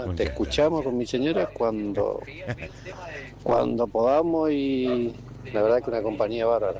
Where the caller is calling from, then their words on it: Itatí, Corrientes, Argentina; te saludo acá de Itatí, Corrientes.